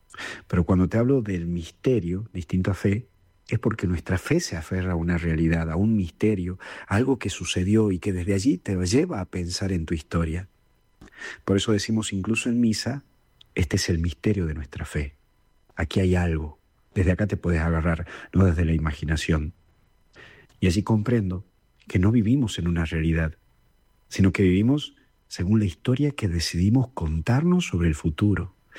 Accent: Argentina; me fui a la plaza de ahí, de Villa Luján, de donde soy.

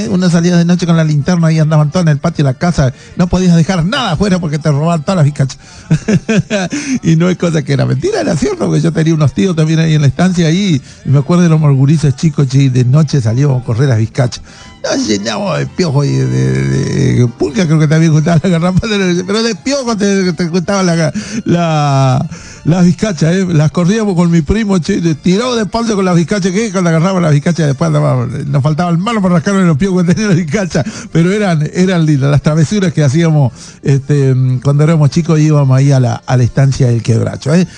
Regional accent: La Lucila, Santa Fe, Argentina; yo de La Lucila, provincia de Santa Fe, departamento San Cristóbal. Allí me crié, en el Club de La Lucila, en la Estancia San Miguel.

